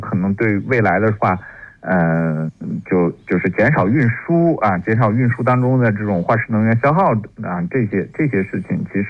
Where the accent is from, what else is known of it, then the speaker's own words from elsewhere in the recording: China; 我们中国人